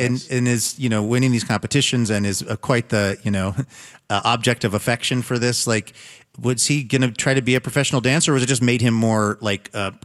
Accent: Seattle, Washington, United States; I'm from Seattle, this Seattle legend named Ruby Chow.

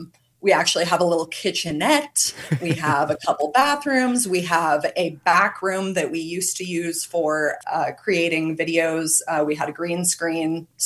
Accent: Yreka, California, United States; 3 hours from Medford, 3 hours from Ashland, 3 hours from my hometown of Wairika.

